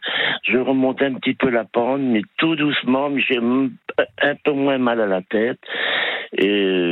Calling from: Louvres, Île-de-France, France; Je rentre chez moi, j'habite à Louvre, dans le Val d'Oise.

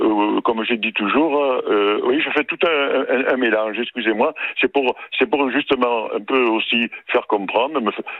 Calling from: Marseille, Provence-Alpes-Côte d'Azur, France; Je suis à Marseille.

